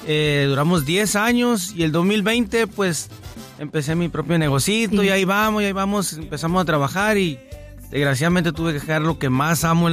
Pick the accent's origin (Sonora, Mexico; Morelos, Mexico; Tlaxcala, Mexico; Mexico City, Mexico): Sonora, Mexico; Nacozari de García; Yo soy de Nacozari, de García, Sonora. Soy sonorense, 100% sonorense. Ya tengo 41 años